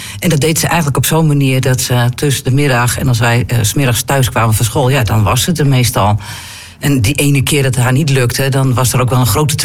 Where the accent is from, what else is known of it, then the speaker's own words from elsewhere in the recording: Exloo, Drenthe, Netherlands; ik ben opgegroeid in Exlo, een dorpje boven Immen.